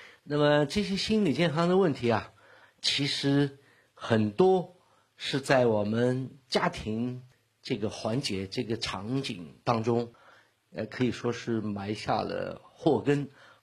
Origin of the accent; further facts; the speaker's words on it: China; 就是我们中国人对家庭的看法啊，对人性的看法